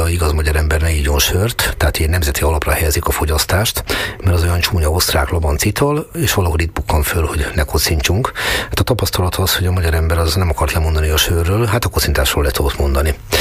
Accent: Hungary; attól én még jó magyar vagyok.

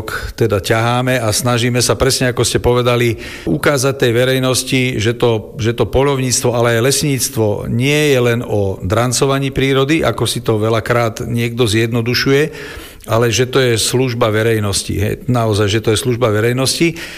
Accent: Naháč, Trnava Region, Slovakia; moved away as an adult; also born or lived in Smolenice / Zvolen; now in Považská Bystrica, Slovakia; tak som sa narodil v Smoleniciach, tam po podhorí bola tá cesta priechodná a v podstate do vysokej školy som do ukončenia vysokej školy som žil v Naháči spolu s rodičmi

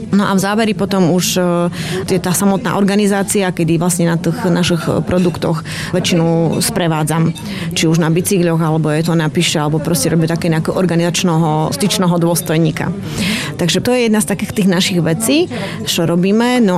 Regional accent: Košice Region, Slovakia; accent: Zemplín dialect; first language Zemplín dialect; moved away as an adult; now in Medzilaborce area, Slovakia; Takže pochádzam od Trebišova a tu jem sa medzi laborcoch jem sa vydala

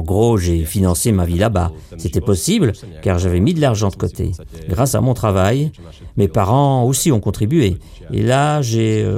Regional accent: Bratislava, Bratislava Region, Slovakia; French is a second language; je suis né à Bratislava, j'y ai vécu quasiment toute ma petite enfance.

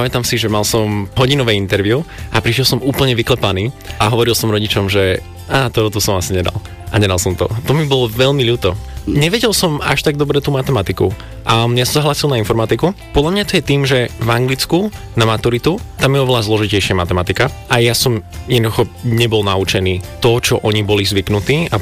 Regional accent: Viničné, Bratislava Region, Slovakia; also born or lived in Košice; narodil som sa v Košiciach a veľmi veľa som sa sťahoval vo svojom živote. Takže v Košiciach som vydržal iba prvé 4 roky. Potom sme sa ako celá rodina sťahovali do Viničného pri Pezinku.

